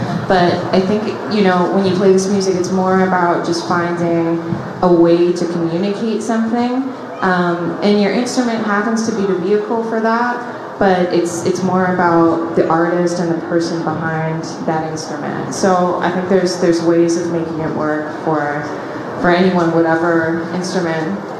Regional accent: Toronto, Ontario, Canada; Mm-hmm. I'm from Toronto.

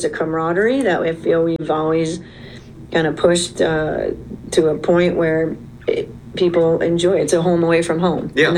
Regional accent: Vermont, United States; moved away as an adult; also born or lived in Rhode Island; now in South Carolina, United States; I was from New England. Mm-hmm. I came from Rhode Island. I grew up in Vermont.

